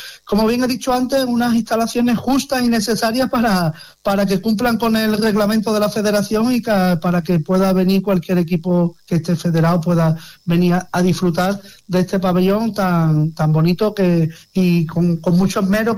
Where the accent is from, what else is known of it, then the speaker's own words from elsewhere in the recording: Algar, Andalusia, Spain; yo que voy a decir de mi pueblo